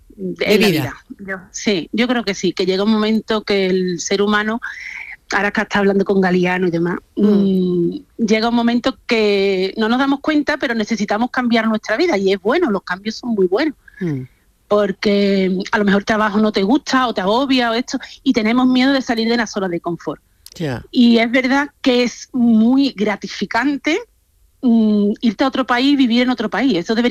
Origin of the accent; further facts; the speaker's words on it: Seville, Andalusia, Spain; now in Germany; Yo soy de Sevilla.